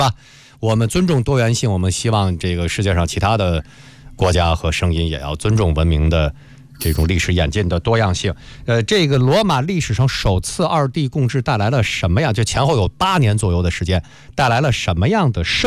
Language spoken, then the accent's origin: Chinese; China